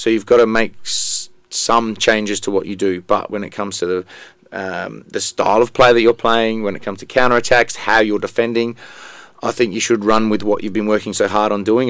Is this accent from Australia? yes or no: yes; Australia; being an Australian